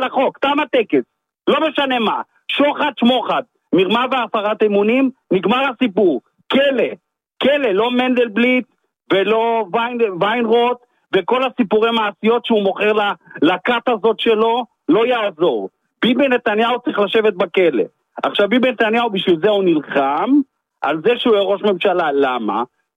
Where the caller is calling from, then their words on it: Rishon LeZion, Central District, Israel; אני מראשון לציון